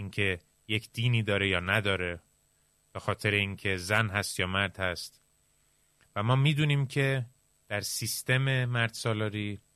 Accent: Iran; moved away

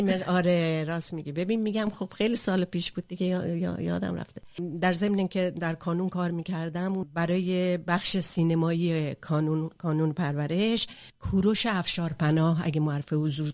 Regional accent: Tehran, Tehran Province, Iran; در تهران به دنیا اومدم، در تهران بزرگ شدم، نوجوان شدم و جوان.

